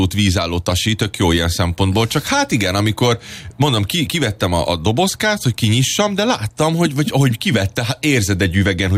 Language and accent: Hungarian; Budapest, Hungary; nem ott nőttem fel Újpesten, de 8-ban éltem sokat.